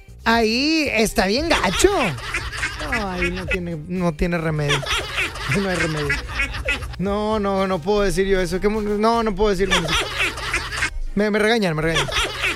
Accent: San Nicolás, Nuevo León, Mexico; born there; also born or lived in Apodaca / General Escobedo; Nunca he vivido en Guadalupe. Nomás he vivido en tres municipios. Ya decidan ustedes. Nada más he vivido en San Nicolás, Apodaca y Escobedo. Uno de esos tres es.

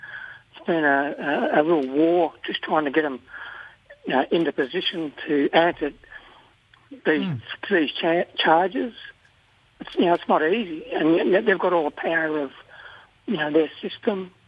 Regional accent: Victoria, Australia; I'm from Kulin Nation, on the western side of the Kulin Nation, where what they call the Grampians or Garryward.

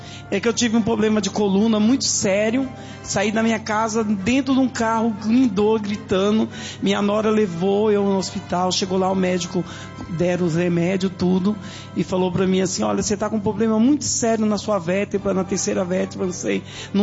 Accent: São Paulo, Brazil; Eu venho lá do Capão Redondo.

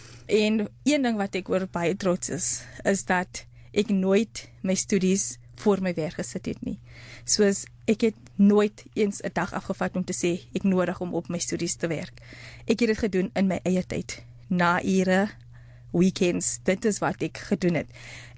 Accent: Johannesburg, Gauteng, South Africa; ek kom van Nucle, Westbury af, net hier om die draai van die SAIK af.

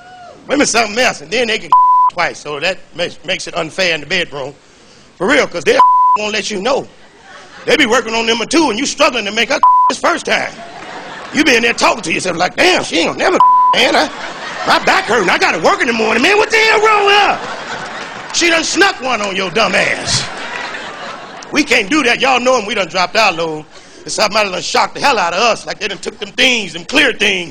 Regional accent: Chicago, Illinois, United States; I'm from the Midwest. I'm from Chicago. That's right, the Chi-Town where we party at.

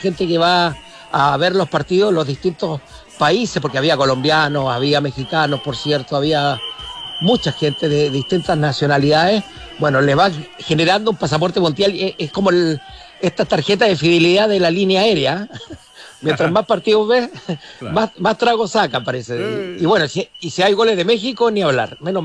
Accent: Chile; comparado con el chileno, que es como el chileno. Nosotros somos choros, pero la verdad es que tomamos bien combinadito

